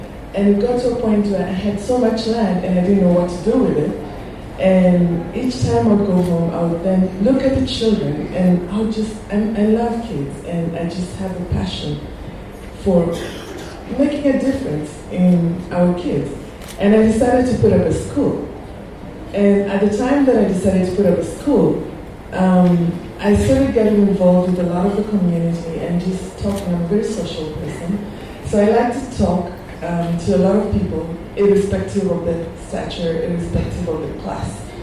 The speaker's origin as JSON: {"language": "English", "region": "Nairobi", "country": "Kenya", "tie": "born or raised there", "moved": "yes", "said": "Most of my life I grew up in Nairobi, and then I went overseas when I was fairly young."}